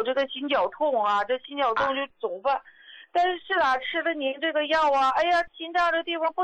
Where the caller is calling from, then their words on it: Daqing, Heilongjiang, China; 我是大庆的。